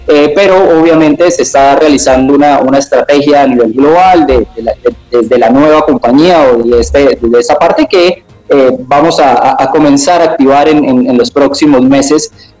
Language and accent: Spanish; Bucaramanga, Santander, Colombia; En Bucaramanga, soy de Bucaramanga.